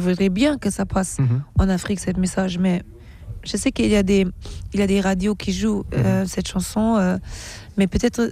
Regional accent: Germany; French is a second language; j'aime les bretzels aussi parce que j'ai grandi en Allemagne et j'aime le foufou et le okra et le goussi de Nigeria.

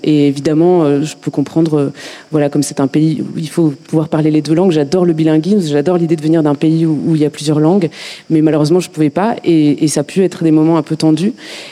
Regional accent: Brussels, Brussels-Capital Region, Belgium; je viens de pas très loin, je viens de Bruxelles, donc c'est 1h15 de train

